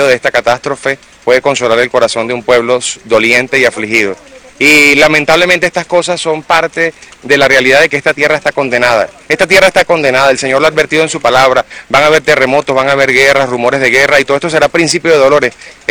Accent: Venezuela

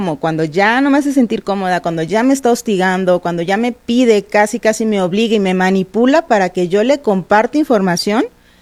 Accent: Mexico; Decimos en México, por si las moscas

